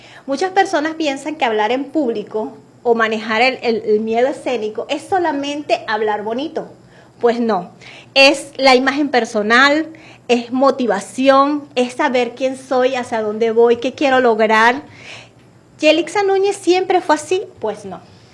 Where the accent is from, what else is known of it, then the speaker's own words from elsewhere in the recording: Venezuela; como madre venezolana realmente tenemos todo el potencial